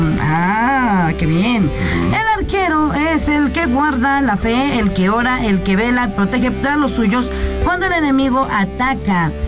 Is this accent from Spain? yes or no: no; Mexico; Nosotros somos mexicanitos, así.